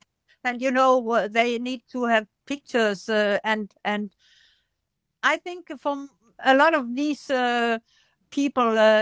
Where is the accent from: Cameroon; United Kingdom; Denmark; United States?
Denmark; We come from Denmark